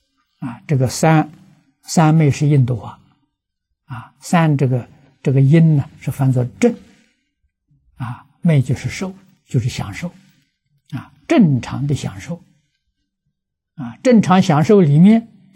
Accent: China; 我们中国人讲，人之初性本善

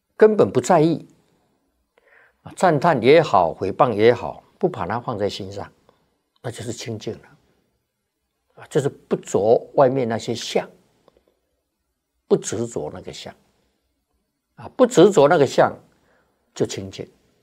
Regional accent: China; 依照我们中国人算这个虚岁啊，他是八十岁。

